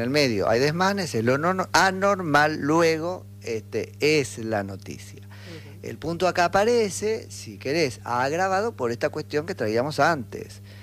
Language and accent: Spanish; Argentina; ¿Están enojados porque, somos argentinas?